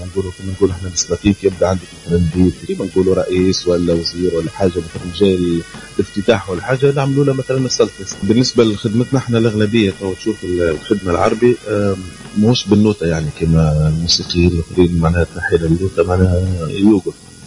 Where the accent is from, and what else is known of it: Djerba, Medenine, Tunisia